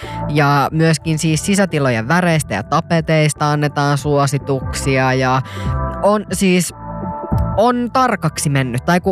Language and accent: Finnish; Satakunta, Finland; tuolta Satakunnasta omilta kotikonnuiltani, mutta ei kotikaupungistani, vaan viholliskaupungistani Raumalta